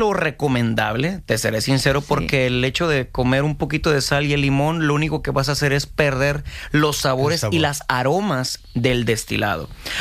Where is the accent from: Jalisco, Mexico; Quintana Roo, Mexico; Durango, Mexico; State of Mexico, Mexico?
Jalisco, Mexico; porque pues somos mexicanos y nos gusta el tequila, es una bebida tradicional de nosotros, de Jalisco.